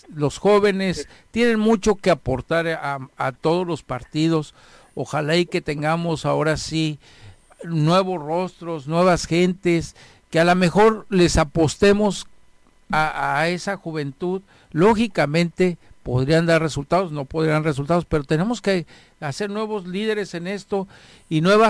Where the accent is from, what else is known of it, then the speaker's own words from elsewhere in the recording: Mexico; creo que nuestra obligación como mexicanos es apoyarla.